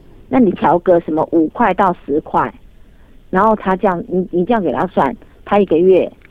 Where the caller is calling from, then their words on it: Taiwan; 对我们台湾人未必会是